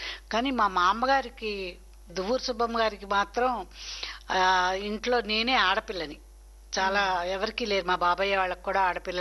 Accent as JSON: {"language": "Telugu", "town": "Kovvur", "region": "Andhra Pradesh", "country": "India", "tie": "born or raised there", "said": "మాది వెస్ట్ గోదావరి కొవ్వూరు, పశ్చిమ గోదావరి జిల్లా. అక్కడ జన్మించడం జరిగింది. నా బాల్యం అంతా కూడా కొవ్వూరులోనే జరిగింది."}